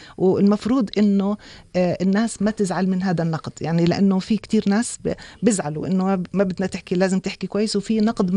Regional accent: Jordan; إحنا عندنا بالأردن في بس معضلة صغيرة أنه قلة النقاد

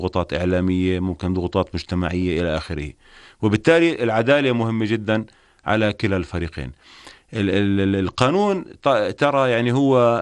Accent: Jordan; احنا كاردنيين

